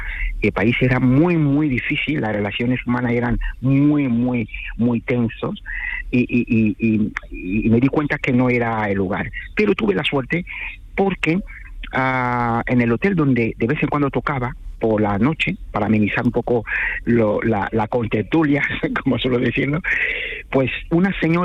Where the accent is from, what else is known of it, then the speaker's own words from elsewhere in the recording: Cameroon; moved away as an adult; volver a Camerún y dedicarme un poco a la insonorización, a facilitar que la música fluya en mi ciudad natal